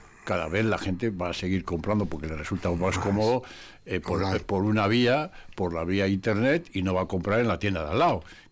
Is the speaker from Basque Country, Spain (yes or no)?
yes; Basque Country, Spain; now in Vitoria-Gasteiz, Spain; mi pueblo, allá cerca de Vergara